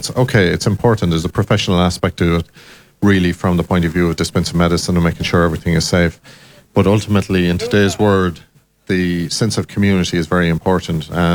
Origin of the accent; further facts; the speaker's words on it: Ballina, Connacht, Ireland; from the, you know, Belmullet right up to Ballina, my hometown, across Castlebar, Westport